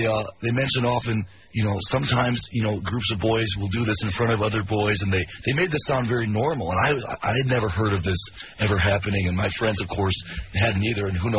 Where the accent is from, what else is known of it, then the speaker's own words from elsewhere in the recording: Michigan, United States; now in Seffner, Florida, United States; I grew up in Michigan. My parents are still there. My younger brother's still there. But I live in a town called Sefner, Florida. About 30,000 people. It's a smaller town.